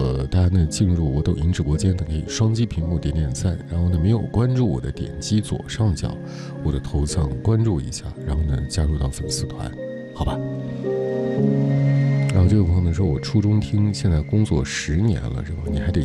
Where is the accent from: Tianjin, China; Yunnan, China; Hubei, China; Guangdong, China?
Yunnan, China; 我是云南人啊，我是地道的云南人，土生土长的云南人。